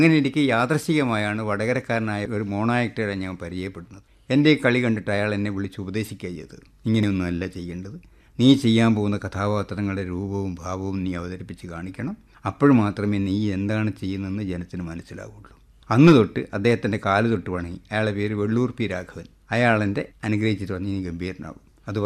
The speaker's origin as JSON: {"language": "Malayalam", "town": "Purakkad", "region": "Kerala", "country": "India", "tie": "born there", "said": "ഞങ്ങളുടെ നാട്ടിലെ പുറക്കാട് എന്ന കൊച്ചു ഗ്രാമത്തിലെ ചെറുപ്പക്കാരെല്ലാം കൂടി"}